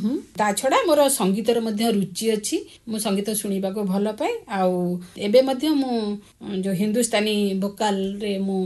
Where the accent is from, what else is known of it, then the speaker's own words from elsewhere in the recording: Odisha, India; born there; ସାହିତ୍ୟ କ୍ଷେତ୍ରରେ ଓଡ଼ିଶାର ଯେଉଁ ଅବଦାନ, ମୁଁ ସବୁବେଳେ ଗର୍ବ କରେ ଯେ ମୁଁ ଓଡ଼ିଶାରେ ଜନ୍ମ ହେଇଛି ବୋଲି।